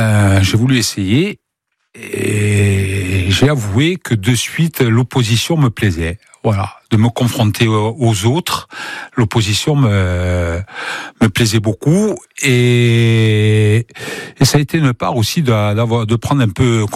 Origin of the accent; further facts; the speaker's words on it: Bastia, Corsica, France; also born or lived in Albertacce (Niolo); Ce partage entre Bastia, c'est mon enfance.